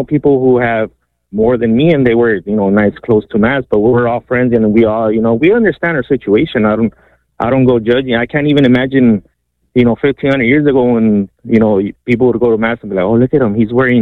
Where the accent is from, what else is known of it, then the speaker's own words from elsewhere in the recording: Los Angeles, California, United States; also born or lived in Mexico; So I grew up in Los Angeles, but originally from Mexico, and we grew up here without money, so we didn't have slacks or dressy shoes to go to mass, you know.